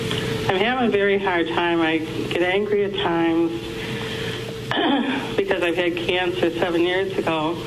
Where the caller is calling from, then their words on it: Wheaton, Illinois, United States; Wheaton, Illinois.